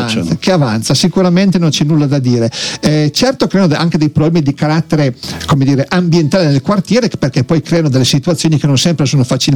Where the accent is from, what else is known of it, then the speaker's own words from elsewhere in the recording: Cislago, Lombardy, Italy; io che vengo da Cislago